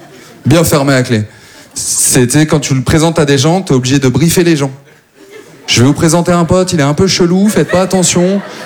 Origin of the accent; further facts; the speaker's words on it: Maubeuge, Hauts-de-France, France; now in Paris, France; je viens pas du tout de Paris, moi je viens de Maubeuge